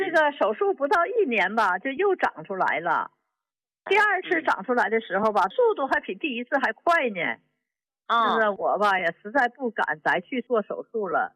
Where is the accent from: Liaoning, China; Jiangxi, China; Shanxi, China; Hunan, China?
Liaoning, China; Shenyang; 啊，我是沈阳的。